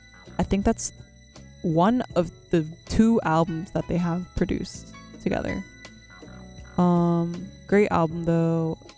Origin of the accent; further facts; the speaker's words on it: Virginia Beach, Virginia, United States; I'm not really from Atlanta. I'm like from the South. Shout out Virginia Beach, but I did move here from Atlanta